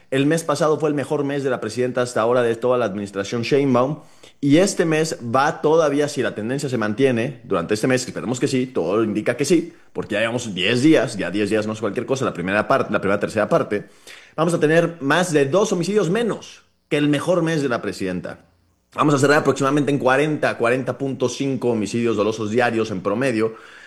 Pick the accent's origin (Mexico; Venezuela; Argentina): Mexico; Piel mexicana, piel de bronce. Soy un hombre del pueblo, soy un hombre indígena